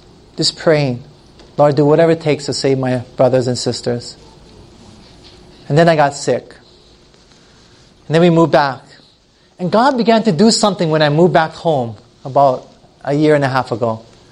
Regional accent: Hilo, Hawaii, United States; moved away as an adult; back to my hometown where I grew up in Hilo, Hawaii. My family's from, they all lived there

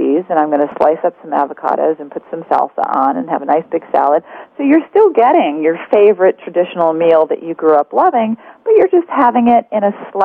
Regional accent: Georgia, United States; I grew up in the South in Georgia, and I grew up eating chicken fried steak and barbecued ribs and every kind of cheese possible.

